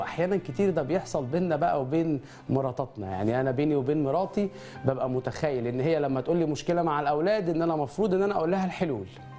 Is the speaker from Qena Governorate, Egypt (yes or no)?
no; Alexandria, Alexandria Governorate, Egypt; وأنت عارف أنا لما رحت اسكندرية أساسا لأن أنا أصلا من اسكندرية.